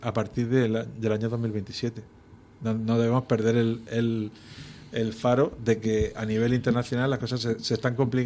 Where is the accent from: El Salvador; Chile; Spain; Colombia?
Spain; Region of Murcia; Es decir, que a mí, como murciano, me gusta más el turismo de interior en la propia región de Murcia que el de la costa.